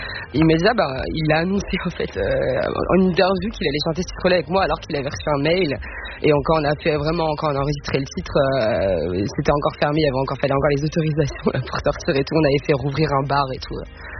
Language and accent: French; Montigny-le-Bretonneux, Île-de-France, France; Oui, je suis de banlieue parisienne, je viens de Saint-Quentin en Yvelines, Montigny-Bretonneux. Voilà, j'étais à la fois dans des jolis parcs et à la fois il y avait les HLM à côté.